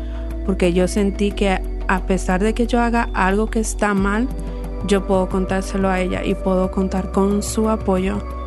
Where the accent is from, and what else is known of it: Dominican Republic